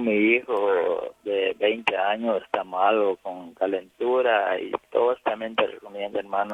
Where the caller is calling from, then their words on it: Suchitepéquez, Guatemala; Guatemala, hermano, Guatemala, en el departamento de Suchitepeque.